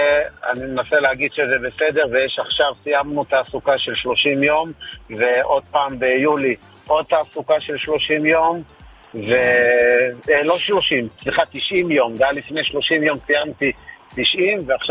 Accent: Jerusalem, Jerusalem District, Israel

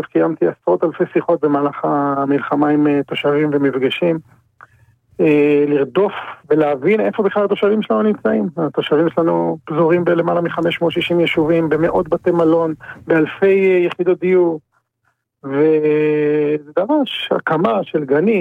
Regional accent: Kiryat Shmona, Northern District, Israel; גדלתי בקריית שמונה

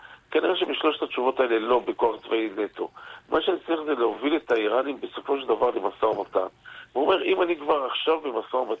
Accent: the Krayot, Haifa District, Israel; אני גם גדלתי בקריות

